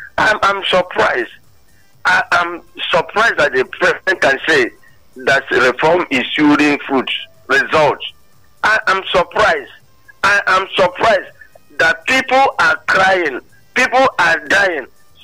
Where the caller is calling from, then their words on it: Nigeria; I'm calling from Saga, Iju.